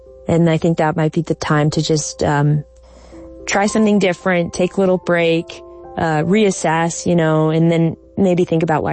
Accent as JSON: {"language": "English", "region": "Alaska", "country": "United States"}